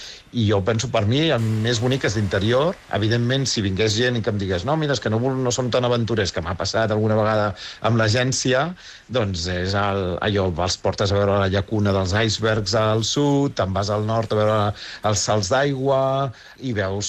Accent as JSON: {"language": "Catalan", "town": "Barcelona", "region": "Catalonia", "country": "Spain", "moved": "yes", "said": "jo sóc de Gràcia, i haig de dir que Gràcia, això, jo ho tenia més, anava saludant els veïns, coneixies a la gent"}